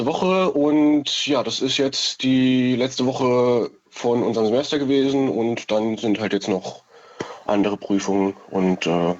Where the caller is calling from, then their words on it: Trier, Rhineland-Palatinate, Germany; ich komme aus der Gegend.